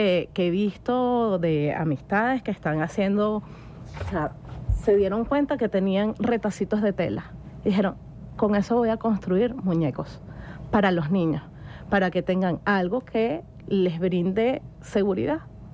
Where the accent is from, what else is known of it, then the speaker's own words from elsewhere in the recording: Venezuela; como venezolanos somos un pueblo maravillosamente sororo y solidario.